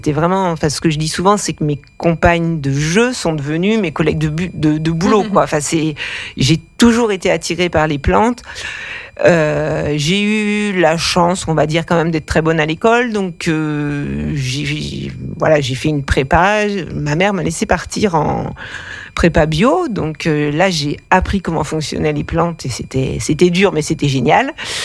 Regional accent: Auvergne-Rhône-Alpes, France; J'ai grandi en Savoie.

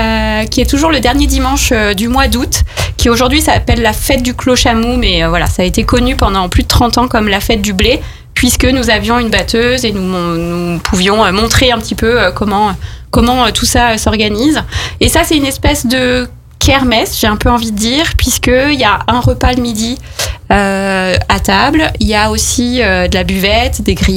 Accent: Chambéry, Auvergne-Rhône-Alpes, France; also born or lived in Annecy / Aix-les-Bains; Je suis une Savoyarde. Je suis née à Chambéry, j'ai fait mes études à Chambéry. J'ai travaillé toute ma vie à Chambéry quasiment. Je me suis un petit peu expatriée jusqu'à Annecy parfois. J'ai vécu un petit peu à Aix-les-Bains

